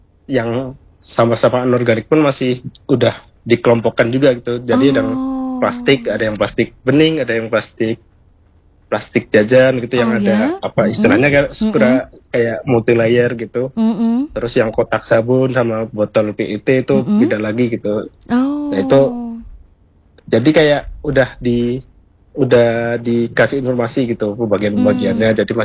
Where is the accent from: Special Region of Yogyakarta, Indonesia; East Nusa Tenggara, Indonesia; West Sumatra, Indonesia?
Special Region of Yogyakarta, Indonesia; Yogyakarta; Kalau dulu kan saya dari Jogja ya Teh, dari Jogja itu ada